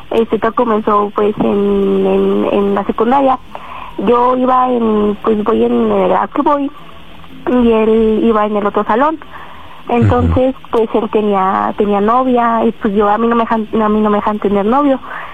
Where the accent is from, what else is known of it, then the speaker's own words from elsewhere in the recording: State of Mexico, Mexico; Tengo 13 años y soy del Estado de México.